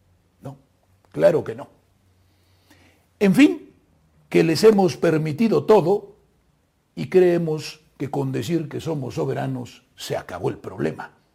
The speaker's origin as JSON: {"language": "Spanish", "country": "Mexico", "said": "Soy mexicano europeo y usted es mexicano asiático, ¿o qué?"}